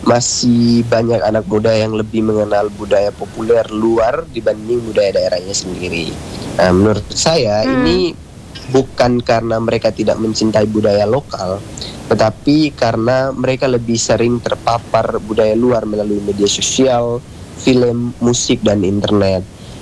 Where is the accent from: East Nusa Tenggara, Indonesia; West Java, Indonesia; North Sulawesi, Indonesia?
East Nusa Tenggara, Indonesia; Raijua Island; saya sebagai pemuda yang lahir besar di Pulau Raijua, Kabupaten Sabu Raijua